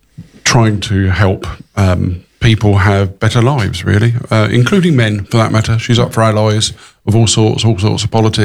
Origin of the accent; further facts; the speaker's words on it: United Kingdom; especially as a British person.